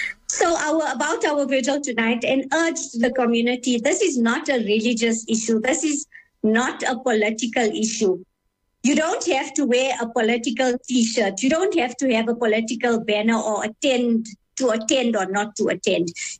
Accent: Gauteng, South Africa; I grew up on the East Rand. My papa's business, he had a dry cleaning business in Kempton Park. So when we were little kids, right through our teenage years, we were there in Kempton Park

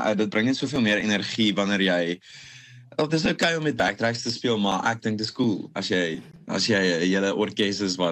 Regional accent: Transvaal, South Africa; moved away as an adult; now in Paarl, South Africa; ek het na my hoërskool daar Parel toe getrek. Ek is eintlik van die Transvaal af en toe het ek altyd die Parelberg van my huis af gesien

